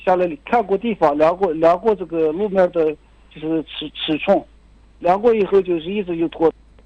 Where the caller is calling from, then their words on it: Togtoh, Inner Mongolia, China; 我是托克托县双河镇，旧城南街。